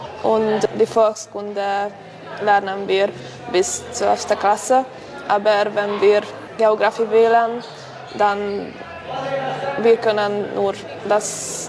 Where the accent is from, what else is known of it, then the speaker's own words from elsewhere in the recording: Diósberény, Tolna, Hungary; ich komme aus Diósbereny. Diósbereny ist ein schwäbisches Dorf und wir haben ein Heimatmuseum, wo wir Puppen, Tracht und alle Dinge sehen können.